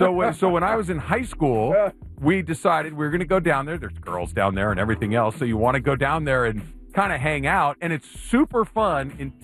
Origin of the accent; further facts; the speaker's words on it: Arcadia, California, United States; I grew up in Arcadia, and which is right next to Pasadena.